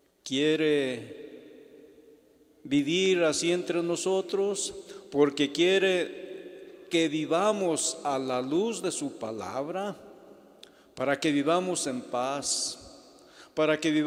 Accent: Mexico; Somos dichosos los mexicanos.

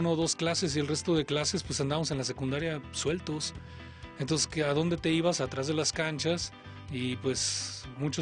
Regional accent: Michoacán, Mexico; en Michoacán. Ya había chavos tatuados

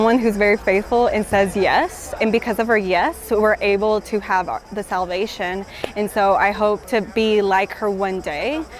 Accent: Mexico; now in United States; I'm from Texas, but Mexican, from Mexico.

